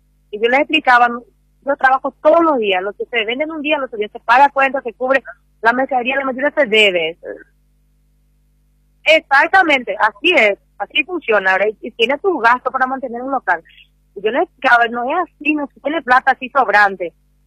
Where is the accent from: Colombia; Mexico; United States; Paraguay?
Paraguay; born there; Yo soy paraguaya, hija de brasilero. Sí. Yo nací acá en esta ciudad.